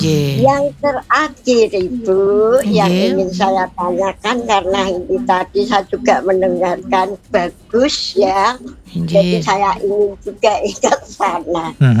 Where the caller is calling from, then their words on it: Demak, Central Java, Indonesia; saya orang Demak